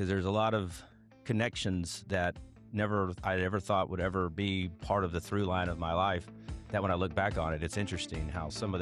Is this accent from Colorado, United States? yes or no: yes; Denver, Colorado, United States; born there; I was actually born in Denver, Colorado.